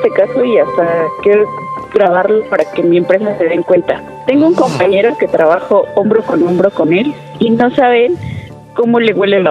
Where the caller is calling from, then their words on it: Mexico City, Mexico; De Santa Fe, Ciudad de México.